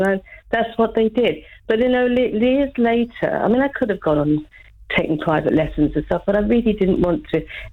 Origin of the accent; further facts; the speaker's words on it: Basingstoke, South East England, United Kingdom; born there; now in Twickenham, United Kingdom; when I lived in Basingstoke during the 70s